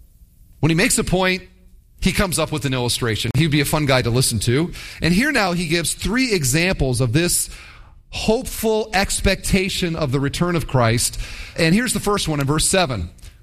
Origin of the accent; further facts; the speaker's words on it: Iowa, United States; When I say I'm from Iowa, I will often hear, oh, did you grow up on a farm? That's what they automatically will say. And the answer is no.